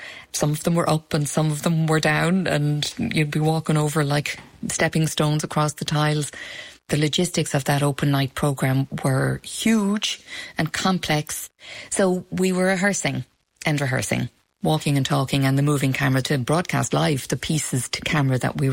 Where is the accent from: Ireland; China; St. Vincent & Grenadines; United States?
Ireland; Dublin, Leinster; I was coming from Dublin, with learned Irish. I was not a native speaker. And I had great difficulty understanding the native speakers when they would speak too fast.